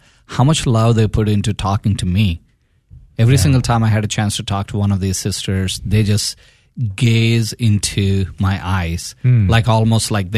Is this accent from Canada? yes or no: no; India; moved away; When I was a young boy, around 10 years old, she was in my hometown in India